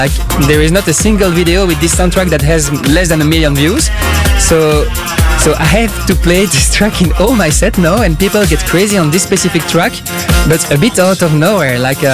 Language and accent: English; Brussels, Brussels-Capital Region, Belgium; English is a second language; So I'm from Belgium, I'm from Brussels